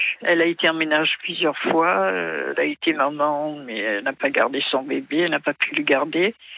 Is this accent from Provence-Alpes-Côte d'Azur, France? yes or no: yes; Toulon, Provence-Alpes-Côte d'Azur, France; born there; now in Six-Fours-les-Plages, France; moi je suis née ici, à Toulon, alors je voudrais rester ici.